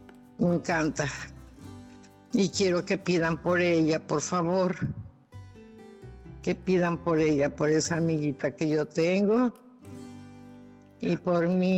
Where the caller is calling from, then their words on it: Manzanillo, Colima, Mexico; Hablo de Manzanillo, Colima.